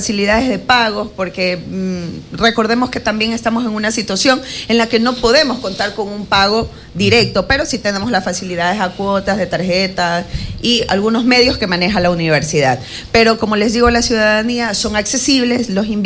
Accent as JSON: {"language": "Spanish", "town": "Valencia", "region": "Los Ríos", "country": "Ecuador", "lives_now": "Quevedo, Ecuador", "said": "mi corazón casi siempre está dividido valenciano, quevedeña"}